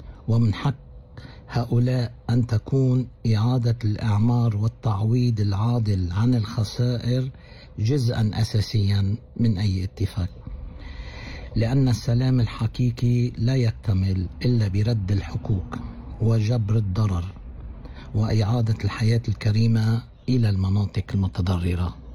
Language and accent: Arabic; Lebanon; نحن كلبنانيين أينما كنا تعبنا من الحروب